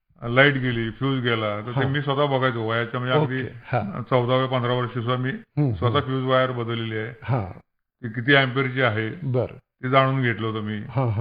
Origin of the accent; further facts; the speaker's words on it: Karad, Maharashtra, India; माझं बालपण कराडच्या 400 समोर पेठेतील पुसाळकरवाड्यामध्ये गेलं.